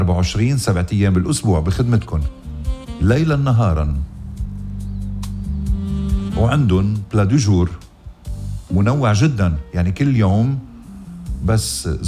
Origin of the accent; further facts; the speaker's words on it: Lebanon; أقل وجباتنا كلبنانية أنا وياكم أنه نعرف ضيعنا اللبنانية